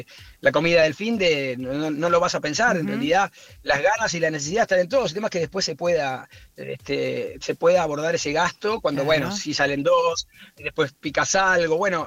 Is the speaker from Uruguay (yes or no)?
yes; Uruguay; now in Argentina; una infancia hippie que tuve en Uruguay, porque yo nací en Uruguay